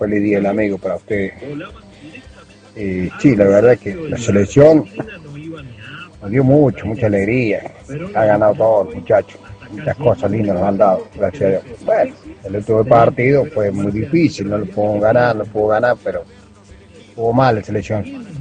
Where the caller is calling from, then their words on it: Villa Mercedes, San Luis, Argentina; de Villa Mercedes.